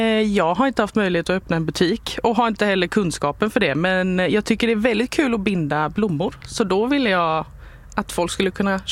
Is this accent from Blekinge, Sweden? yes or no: yes; Blekinge, Sweden; moved away as an adult; now in Målilla area, Sweden; Jag kommer från Blekinge och det är en liten ort.